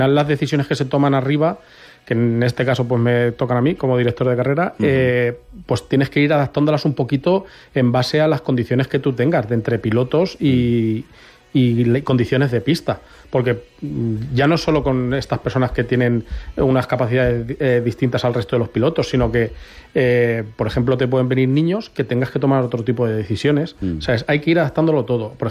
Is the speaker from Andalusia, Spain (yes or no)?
no; Albacete, Castilla-La Mancha, Spain; es un orgullo para nosotros que somos de Albacete.